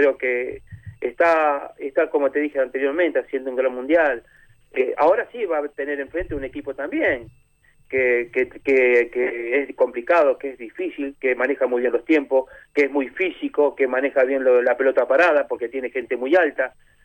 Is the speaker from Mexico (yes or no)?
no; Argentina; nosotros como argentinos nunca estamos conformes.